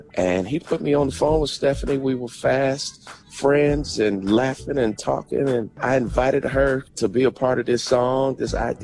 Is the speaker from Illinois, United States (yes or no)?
no; Charlotte, North Carolina, United States; She drove to a studio where I was from Charlotte, and we jumped in the studio, and the rest is history.